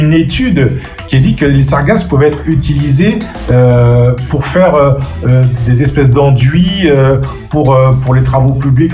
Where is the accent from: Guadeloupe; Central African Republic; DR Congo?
Guadeloupe; en tant que Guadeloupéen